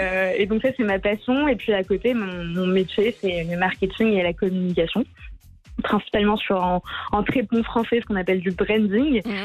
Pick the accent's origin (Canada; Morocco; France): Morocco; Casablanca, Casablanca-Settat; J'ai grandi à Casablanca, juste en fait, je suis au Stade d'Honneur que vous devez connaître